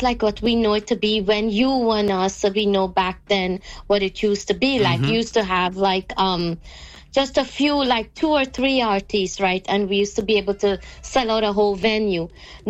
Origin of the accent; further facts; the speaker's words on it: Guyana; Even Guyana, boy, I don't think they think I'm from Guyana, too. I don't think they think I'm Guyanese enough.